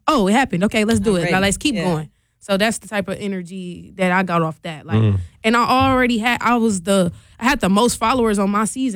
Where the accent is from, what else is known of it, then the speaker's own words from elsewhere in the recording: West Palm Beach, Florida, United States; also born or lived in Milwaukee, Wisconsin; I'm from Milwaukee, but... And I moved from Milwaukee in sixth grade. I lived in West Palm Beach, Florida from sixth grade to 12th grade. I graduated and went to high school and middle school in Florida.